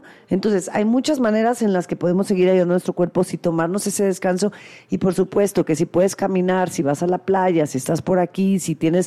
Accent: Mexico

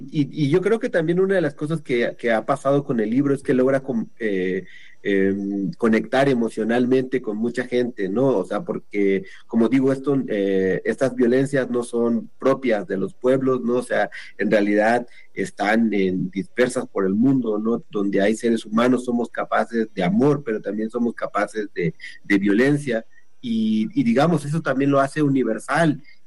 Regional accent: Zoque area, Mexico; moved away as an adult; now in Mexico City, Mexico

